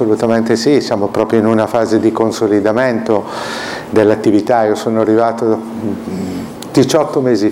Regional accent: Cremona, Lombardy, Italy; now in Genoa, Italy; Io sono di Cremona, nella Busseto sono solamente 18 chilometri, per cui frequentiamo abitualmente quei posti.

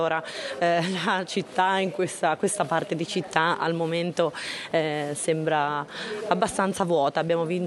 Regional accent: Genoa, Liguria, Italy

